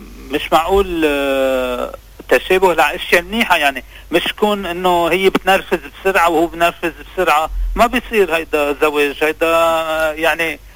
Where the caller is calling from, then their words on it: Lebanon; انا مواطن لبناني.